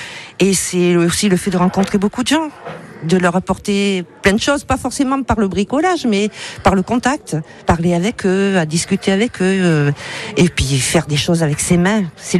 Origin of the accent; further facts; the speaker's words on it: Sauveterre-de-Guyenne, Nouvelle-Aquitaine, France; moved away as an adult; Donc j'ai grandi à Sauveterre, et après, je suis partie ailleurs, mais je suis revenue.